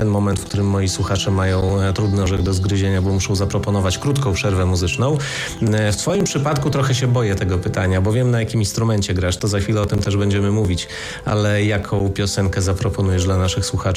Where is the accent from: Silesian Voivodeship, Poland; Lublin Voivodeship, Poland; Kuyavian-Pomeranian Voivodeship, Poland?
Lublin Voivodeship, Poland; Chełm; bo ja zawsze podkreślam to, że my jesteśmy górale i no niskopienni, bo przecież te górki dookoła Chełma są cudowne